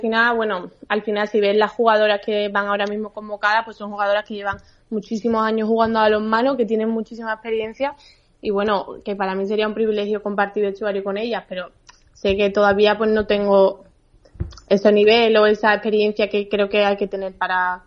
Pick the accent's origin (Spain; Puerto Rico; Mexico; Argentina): Spain; Seville, Andalusia; moved away as an adult; now in Valladolid, Spain; De Sevilla, yo estoy de Sevilla.